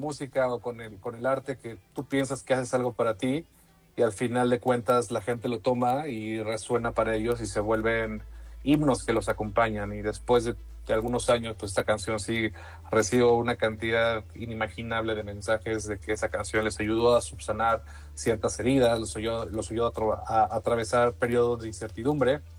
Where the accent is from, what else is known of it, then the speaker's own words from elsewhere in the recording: Veracruz, Mexico; Los latidos de infancia, vivir cerca del mar, porque soy de Veracruz